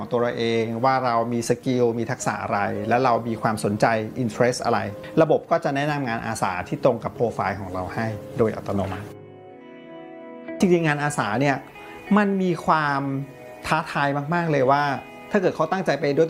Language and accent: Thai; Bangkok, Thailand; เป็นเด็กกรุงเทพครับเกิดและโตที่กรุงเทพที่บ้านให้ความสำคัญกับการเรียนรู้มาก